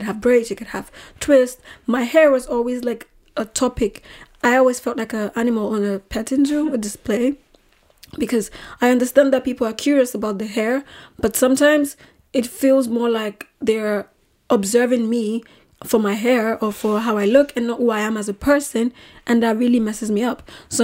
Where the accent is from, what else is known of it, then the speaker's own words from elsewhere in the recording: Nigeria; moved away; I grew up in Nigeria. I wasn't black until I moved out of Nigeria.